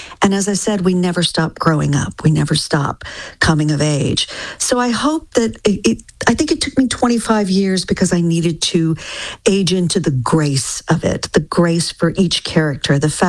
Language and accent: English; Denton, Texas, United States; moved away; my hometown, which is Denton, Texas. But when I lived there, you know, it was very small. There was only one high school